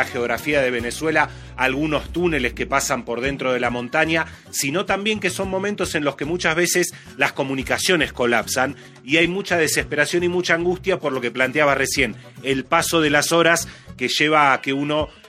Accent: Argentina; A nosotros, como argentinos

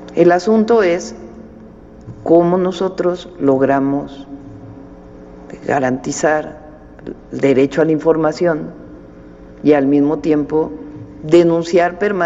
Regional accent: Mexico; todas y todos somos mexicanos

